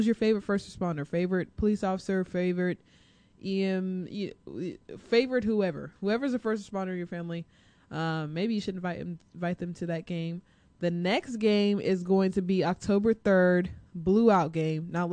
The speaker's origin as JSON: {"language": "English", "town": "Kansas City", "region": "Missouri", "country": "United States", "tie": "born or raised there", "moved": "yes", "lives_now": "Houston, United States", "said": "Kansas City Chiefs. I'm definitely going to be following him, because that's my hometown, and I love Kansas City"}